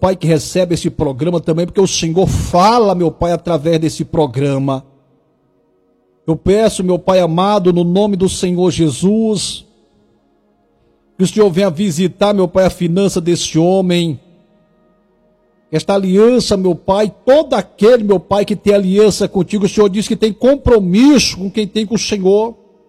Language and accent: Portuguese; Tocantins, Brazil; Eu sou do Tocantins, viu? Goiano. Quando eu nasci era Goiás ainda.